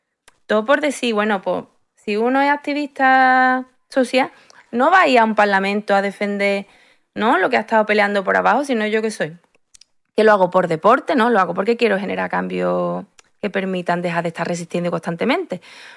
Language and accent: Spanish; Rota, Andalusia, Spain; en Rota, en mi pueblo